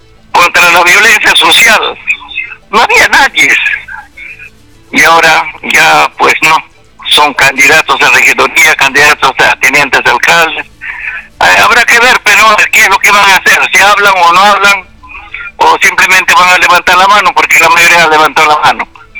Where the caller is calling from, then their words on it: Mazamari district, Junín, Peru; Yo vivo en Cogiales desde el año 68